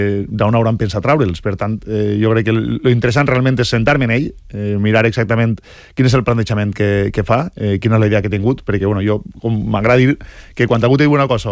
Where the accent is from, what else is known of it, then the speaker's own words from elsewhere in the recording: Gavarda, Valencian Community, Spain; jo vaig néixer en Gavarda